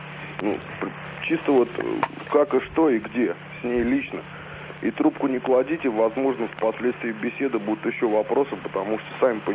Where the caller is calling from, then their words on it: Yoshkar-Ola, Mari El, Russia; я вот сейчас, собственно, звоню из Йошкар-Олы.